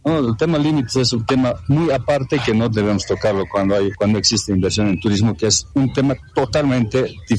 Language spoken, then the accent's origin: Spanish; Bolivia; Todos somos bolivianos